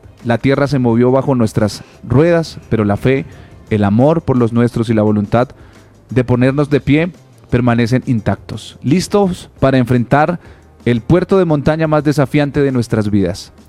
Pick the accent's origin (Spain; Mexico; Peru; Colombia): Colombia; sino en la capacidad de resistir, como siempre lo hemos hecho como colombianos.